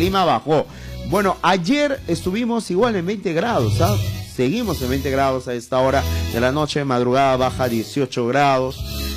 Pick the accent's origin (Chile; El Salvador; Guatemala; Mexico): Mexico; como todo mexicano que se respeta, tenía que cuidar a mi novia.